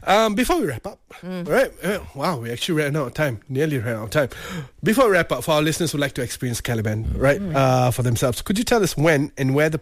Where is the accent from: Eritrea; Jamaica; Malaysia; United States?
Malaysia; Because I'm Malaysian to the core